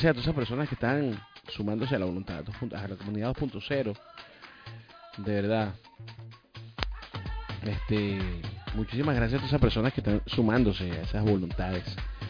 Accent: Venezuela; nosotros como venezolanos nos sumamos a esa buena causa

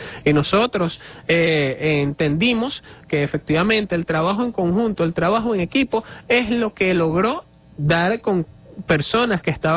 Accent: Venezuela

